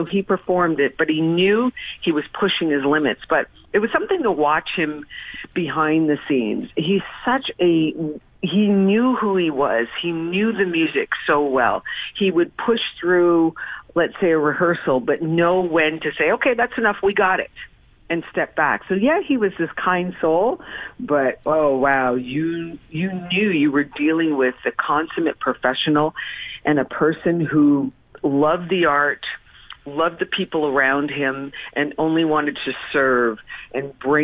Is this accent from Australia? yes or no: no; Montreal, Quebec, Canada; I grew up in Montreal, in LaSalle